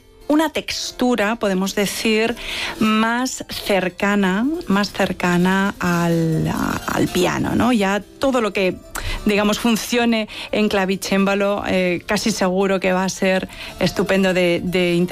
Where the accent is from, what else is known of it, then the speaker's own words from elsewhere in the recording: Valencian Community, Spain; además de mi tierra, valenciano.